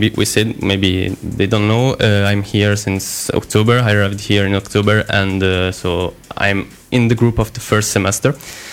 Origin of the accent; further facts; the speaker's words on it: Italy; moved away; I'm from Italy.